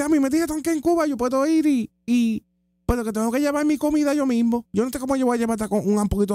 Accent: Puerto Rico; Yo soy puertorriqueño, yo soy puertorriqueño.

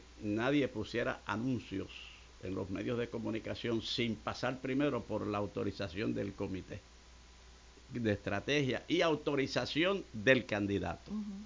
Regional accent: Puerto Rico; born or raised there

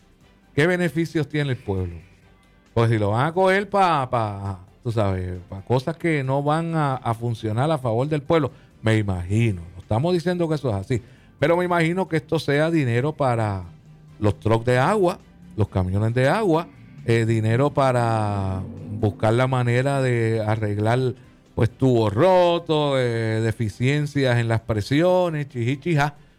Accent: Puerto Rico; Pero bueno, usted sabe cómo somos aquí los boricuas.

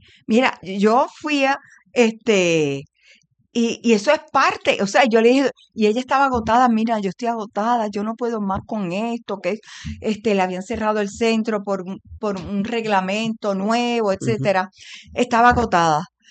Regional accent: Aguadilla, Puerto Rico; Y resulta que voy a Aguadilla, que yo soy oriunda de Aguadilla, un lunes a las 7 de la mañana a la Santa Misa

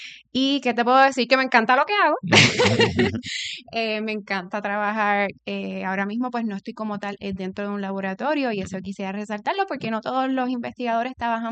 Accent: Lares, Puerto Rico; born there; now in Trujillo Alto, Puerto Rico; Pues mira, yo nací en Lares, y actualmente estoy residiendo en Trujillo Alto, y estudié Biología Molecular.

